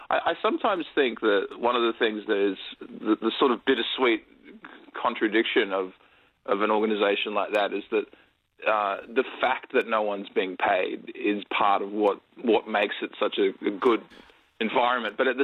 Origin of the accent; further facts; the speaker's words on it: Sydney, New South Wales, Australia; I'm from Sydney originally, and so I grew up with 2CR and FBI as well.